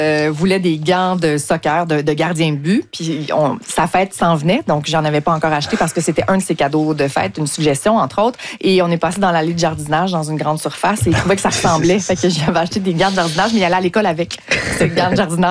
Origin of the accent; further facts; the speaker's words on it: Quebec, Canada; Dans ma région natale de Charlevoix, il y avait un festival de la pêche à chaque année.